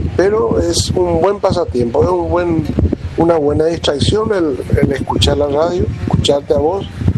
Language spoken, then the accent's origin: Spanish; Argentina; also born or lived in Paraguay; now in Encarnación, Paraguay; Tanto medio angurepizado soy porque me crié en la Argentina, ¿verdad? Pero soy bien paraguayo.